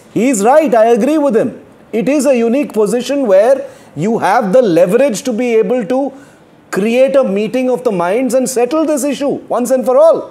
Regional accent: Tamil Nadu, India; I was born and raised in Tamil Nadu. I am from Karnataka. Believe me, I have stakes in both these states and I am interested.

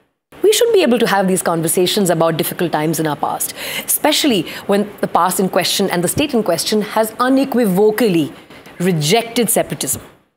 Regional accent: Punjab, India; I mean, I'm vested in Punjab because I'm from Punjab.

